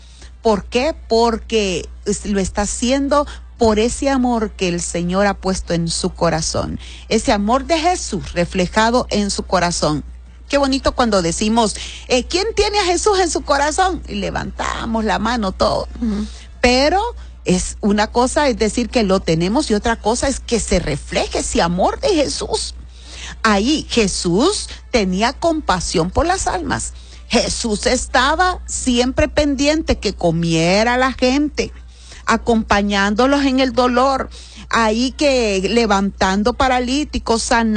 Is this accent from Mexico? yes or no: no; Honduras